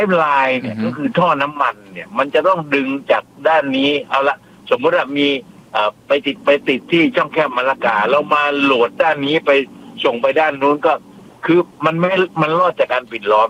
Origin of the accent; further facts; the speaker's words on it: Southern Thailand, Thailand; ผมเนี่ยเป็นคนใต้คนตะลง